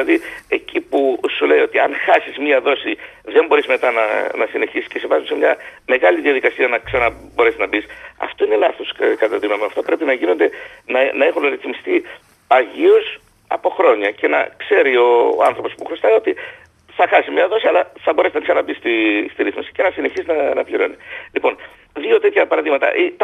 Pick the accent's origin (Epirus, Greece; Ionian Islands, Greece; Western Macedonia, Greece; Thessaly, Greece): Epirus, Greece; Είμαι από την Ήπειρο